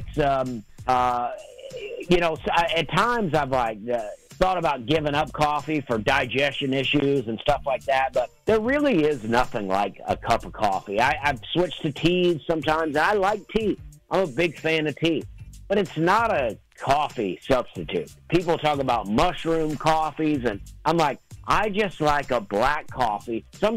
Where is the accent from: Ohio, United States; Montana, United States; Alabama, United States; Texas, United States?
Alabama, United States; now in Nashville, United States; You know, I grew up in Alabama, and a big reason for moving to Nashville was that I like country music.